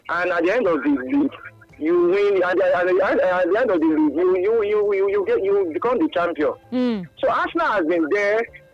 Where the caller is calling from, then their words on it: Lekki, Lagos, Nigeria; I'm calling from Lekki.